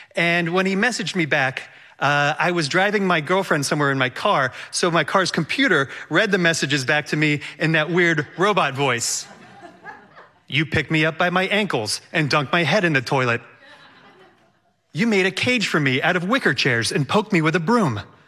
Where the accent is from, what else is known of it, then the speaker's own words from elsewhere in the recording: Reston, Virginia, United States; moved away as an adult; also born or lived in New York City; now in Beacon, United States; I'm originally from Reston, Virginia, but I moved to New York City when I was 18, and I just stuck around for 25 years and eventually moved to the town of Beacon in New York